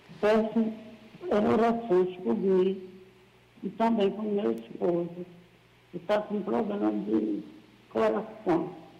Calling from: Paulista, Pernambuco, Brazil; Eu falo de Paulista, Pernambuco.

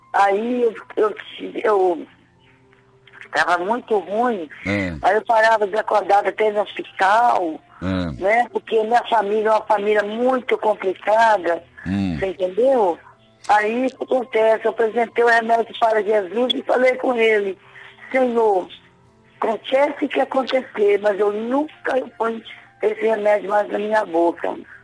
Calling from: Coronel Fabriciano, Minas Gerais, Brazil; De Coronel Fabriciano

